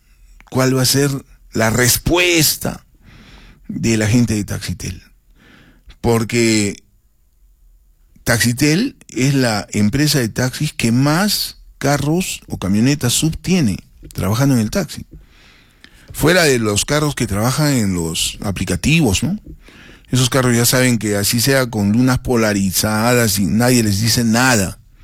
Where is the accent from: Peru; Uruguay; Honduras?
Peru; Arequipa; yo hablo como arequipeño también, ¿no? Como arequipeño